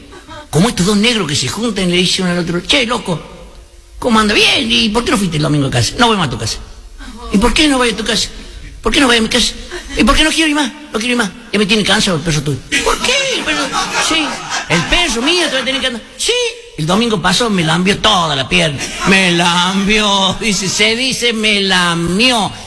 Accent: Córdoba, Argentina; que nadie se da cuenta por la tonada que tengo. Nadie se da cuenta que soy de Córdoba.

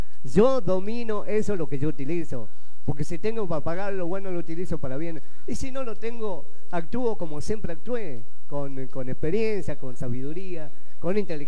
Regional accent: Argentina; no soy peronista, no soy justicialista, no soy radical, no soy de izquierda, no soy de derecha ni del centro, soy argentino

